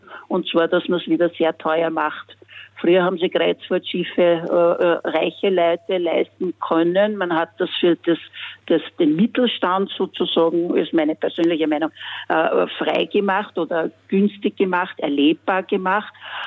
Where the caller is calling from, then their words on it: Vienna, Austria; Also ich bin eine Wienerin.